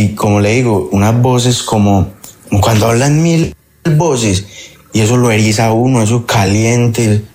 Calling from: Itagüí, Antioquia, Colombia; Yo me comunico desde Medellín, desde Itagüí.

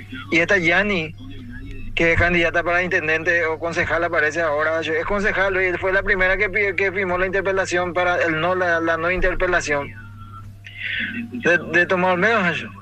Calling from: Ñemby, Central, Paraguay; Yo soy de Ñembe.

